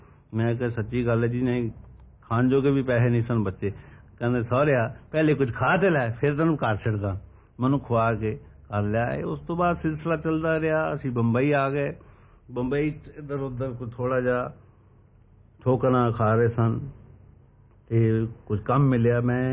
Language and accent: Punjabi; Punjab, India; ਮੈਂ ਕਿਹਾ ਸਰਦਾਰ ਜੀ ਮੈਂ ਪੰਜਾਬੀ ਹਾਂ, ਮੈਂ ਐਕਟਰ ਹੈਗਾ।